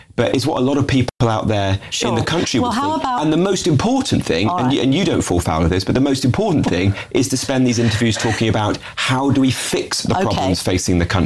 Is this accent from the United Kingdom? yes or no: yes; Wolverhampton, West Midlands, United Kingdom; I know the area extremely well. I grew up around there in Wolverhampton.